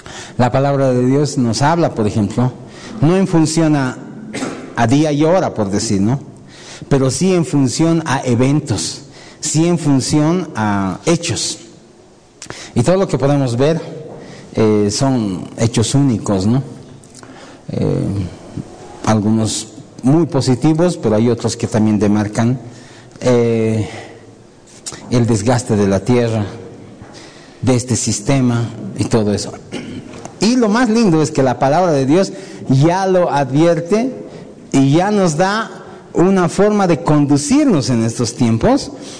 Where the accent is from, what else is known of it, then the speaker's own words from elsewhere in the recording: Bolivia; Nosotros, como bolivianos